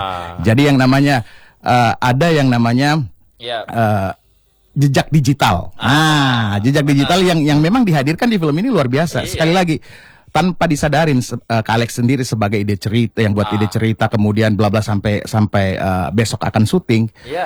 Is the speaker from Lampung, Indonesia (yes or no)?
no; Kolaka, Southeast Sulawesi, Indonesia; Saya ini kan dari Kolaka.